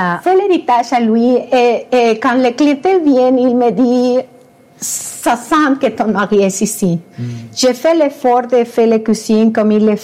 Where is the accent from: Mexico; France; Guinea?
Mexico; French is a second language; moved away; chez moi au Mexique.